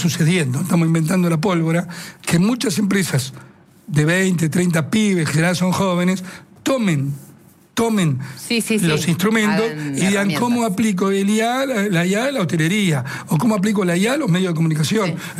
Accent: Buenos Aires, Argentina; Yo me siento profundamente porteño, muy porteño.

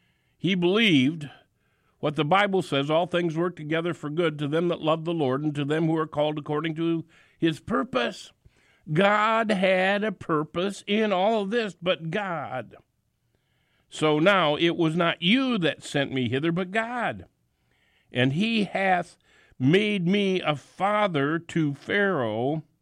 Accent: Lake Orion, Michigan, United States; moved away as an adult; also born or lived in Haiti; now in Oak Creek, Wisconsin, United States; I was born and raised in Michigan.

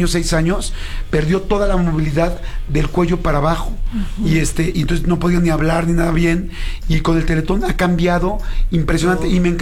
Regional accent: Mexico; yo estoy muy feliz y agradecido como mexicano

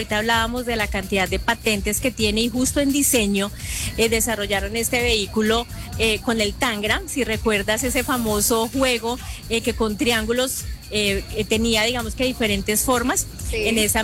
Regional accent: Ibagué, Tolima, Colombia; moved away; also born or lived in Armero; Yo nací en Armero, pero estudié aquí en Ibagué, entonces es como mi primer y verdadero hogar.

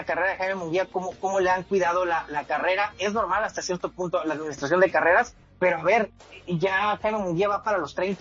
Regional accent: Tijuana, Baja California, Mexico; porque pues soy tijuanense, no hablo como un fan, ¿no?

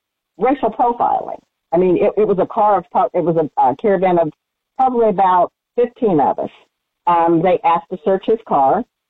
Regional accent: Kokomo, Indiana, United States; moved away as an adult; I was born and raised in Kokomo, Indiana. I still have family there. I frequent there often to see my friends and family.

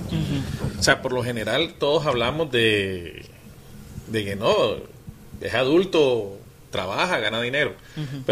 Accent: Barranquilla, Atlántico, Colombia; Soy de Barranquilla

